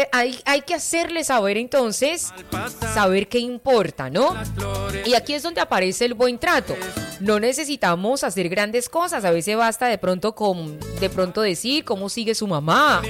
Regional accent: Norte de Santander, Colombia; nuestra tierrita colombiana, norte santandereana

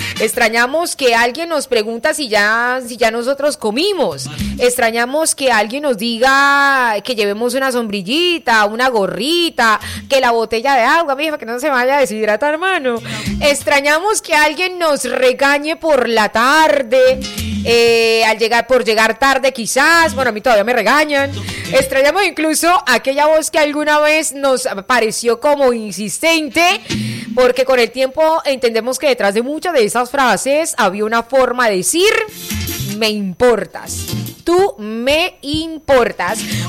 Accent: Colombia

